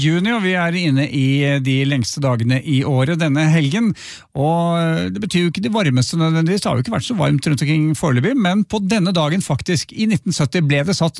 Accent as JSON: {"language": "Norwegian", "town": "Hemsedal", "region": "Viken", "country": "Norway", "tie": "born or raised there", "said": "Ikke langt fra hvor jeg vokste opp I Hemsedal, men det var jo 500 meter høyere, der ble det aldri over 30 grader."}